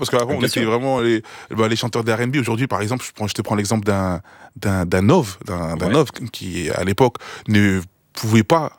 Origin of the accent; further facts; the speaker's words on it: Haiti; Je suis haïtien.